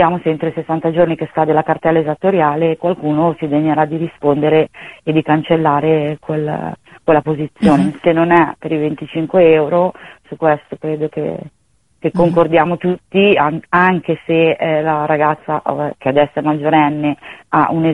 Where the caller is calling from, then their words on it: Desio, Lombardy, Italy; noi siamo di Desio